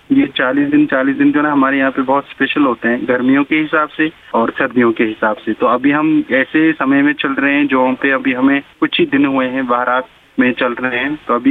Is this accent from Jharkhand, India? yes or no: no; Jammu and Kashmir, India; बहरात के समय में यहाँ पे ज्यादा गर्मी होती है, बच्चों को सब छुट्टियाँ मिलती है, तो हम कश्मीरी लोग भी जैसे आपके वहाँ पे आते हैं घूमने, हम भी यहाँ